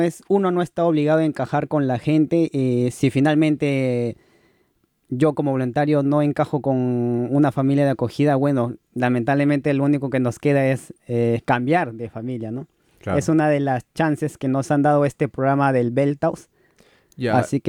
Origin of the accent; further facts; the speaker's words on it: Peru; now in Tübingen, Germany; tú y yo somos voluntarios peruanos en Alemania.